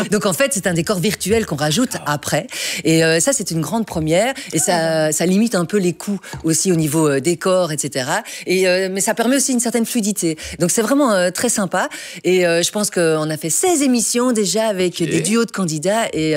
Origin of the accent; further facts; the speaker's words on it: Belgium; chez nous en Belgique.